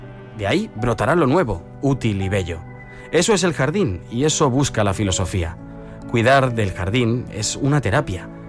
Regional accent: Pamplona, Navarre, Spain; born there; now in Ibiza, Spain; Nací en Pamplona y vivo en Ibiza.

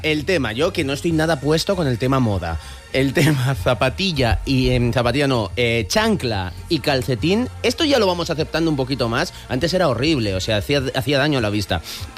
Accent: Vitoria, Basque Country, Spain; now in Madrid, Spain; Yo del País Vasco, de Vitoria, pero bueno, vivo aquí en Madrid hace muchos años.

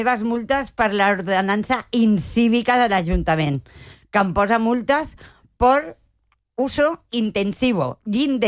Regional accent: Barcelona, Catalonia, Spain; jo soc de Barcelona

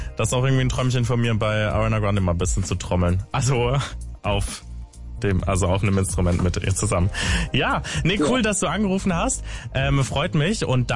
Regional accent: Rhineland-Palatinate, Germany; moved away; Da komme ich tatsächlich her, also in der Nähe davon. Ich komme aus der Pfalz und das ist in der Nähe von Kaiserslautern.

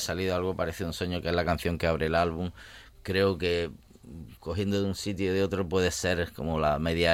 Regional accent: Andalusia, Spain; siendo andaluces

